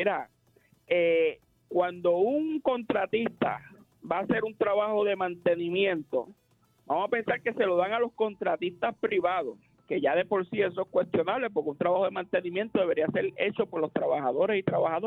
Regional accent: Bayamón, Puerto Rico; allí en Redville, en Bayamón, que yo soy de acá de Bayamón

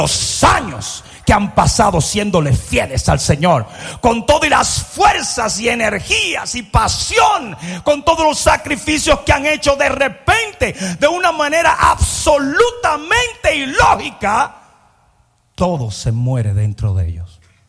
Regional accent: Mexico; moved away; porque vine de México, ahí tengo que tirarle algo, ¿verdad? Mexicano.

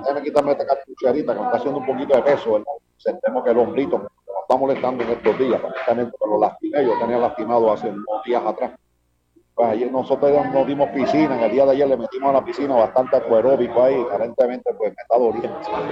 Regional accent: Barranquitas, Puerto Rico; yo estoy en Naranjito, pero este es mi pueblo de Barranquita.

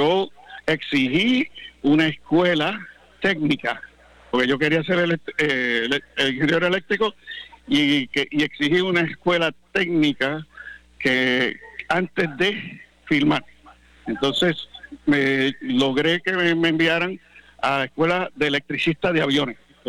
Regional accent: Bayamón, Puerto Rico; moved away as an adult; now in San Germán, Puerto Rico; yo soy de Bayamón

